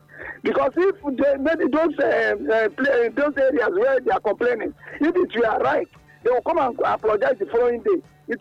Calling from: Ikorodu, Lagos, Nigeria; I'm calling from Ikorodu.

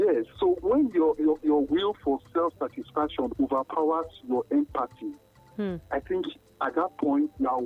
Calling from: Canada; I'm calling from Canada.

